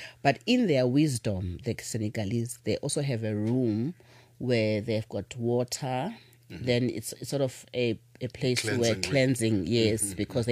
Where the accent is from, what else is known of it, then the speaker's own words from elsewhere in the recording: South Africa; which as a South African, And being in Kruger National Park, how they treated the lions, for me, it just didn't sit well.